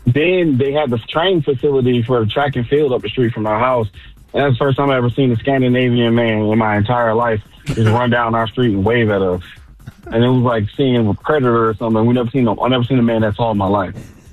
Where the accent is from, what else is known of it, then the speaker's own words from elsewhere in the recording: Georgia, United States; now in Fayetteville, United States; in my neighborhood, I grew up in Bean Hill.